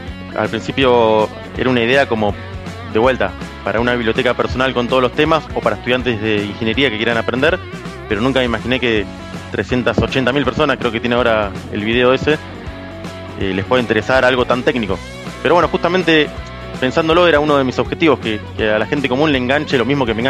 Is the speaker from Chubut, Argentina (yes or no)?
no; Mar del Plata, Buenos Aires Province, Argentina; moved away as an adult; now in Neuquén, Argentina; yo nací en Mar del Plata. Viví ahí, estudié ahí, ingeniería industrial, me recibí.